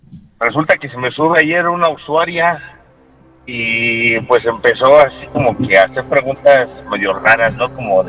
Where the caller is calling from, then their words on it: Mexico City, Mexico; De la Ciudad de México.